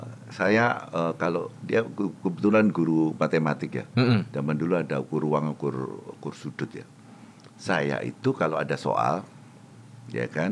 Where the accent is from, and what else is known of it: Java, Indonesia; accent: Javanese